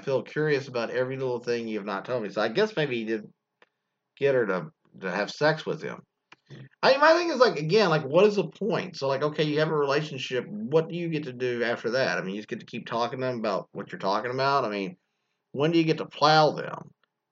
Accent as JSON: {"language": "English", "region": "Hawaii", "country": "United States", "tie": "born there", "said": "I was born in Hawaii, a Chinese American mom and a Caucasian dad."}